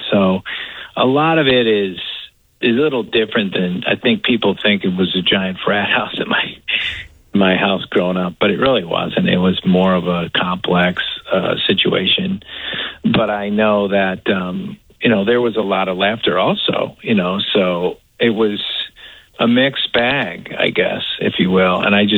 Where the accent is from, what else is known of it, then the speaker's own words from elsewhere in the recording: Madison, Wisconsin, United States; moved away; I grew up in Madison and I went to Marquette.